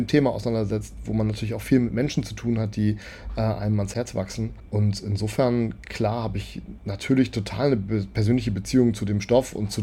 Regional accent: Rostock, Mecklenburg-Vorpommern, Germany; Ich bin selbst Rostocker, in Rostock geboren und aufgewachsen. Die Familie meines Vaters hat auf den Rostocker Werften gearbeitet. Ich habe also, man könnte sagen, so ein bisschen maritimen Hintergrund vielleicht.

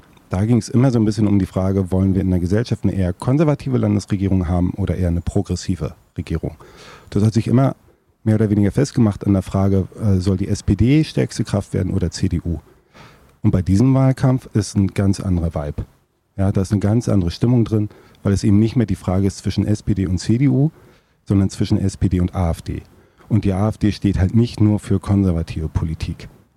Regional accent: Ludwigslust, Mecklenburg-Vorpommern, Germany; now in Rostock, Germany; Ich lebe seit über 20 Jahren total gerne in Rostock. Rostock ist meine Heimatstadt geworden, aber geboren und aufgewachsen bin ich in Ludwigslust.

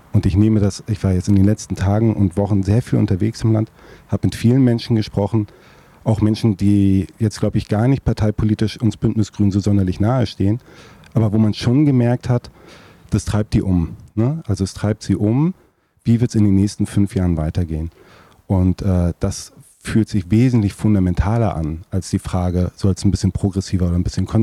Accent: Ludwigslust, Mecklenburg-Vorpommern, Germany; now in Rostock, Germany; Rostock ist meine Heimatstadt geworden, aber geboren und aufgewachsen bin ich in Ludwigslust.

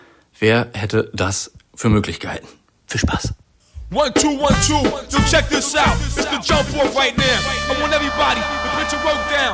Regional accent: Berlin, Germany; Ich komme ja ursprünglich aus Berlin, aber verrate es jetzt keinem.

